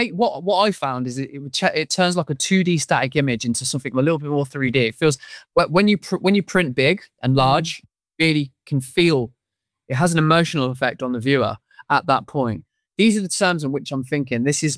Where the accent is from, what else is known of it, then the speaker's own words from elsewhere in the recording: Coventry, West Midlands, United Kingdom; moved away as an adult; now in Arizona, United States; Growing up in like a low income, like deprived area, which was what Willenhall was, which is my estate in the 90s.